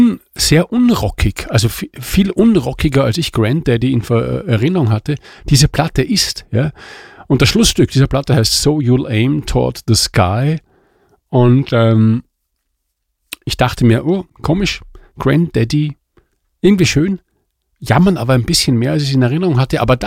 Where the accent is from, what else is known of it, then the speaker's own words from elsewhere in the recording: Mantua, Lombardy, Italy; weil ich von meiner Heimat Mantua so begeistert bin, ja. Wie alle ItalienerInnen, ja.